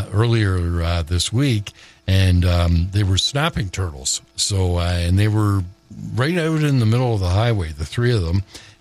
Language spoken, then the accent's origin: English; Toronto, Ontario, Canada; moved away; I grew up in Toronto. I'm born and raised there and spent most of my life in Toronto.